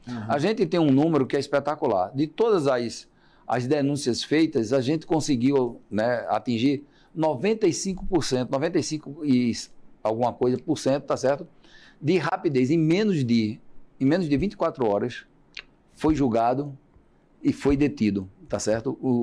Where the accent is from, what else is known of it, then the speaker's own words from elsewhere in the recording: Pernambuco, Brazil; lá no meu estado de Pernambuco